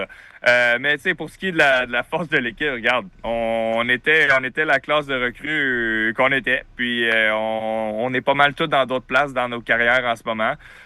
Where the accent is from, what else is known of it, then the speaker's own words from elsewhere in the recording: Quebec, Canada; mais je suis fier québécois, fier canadien.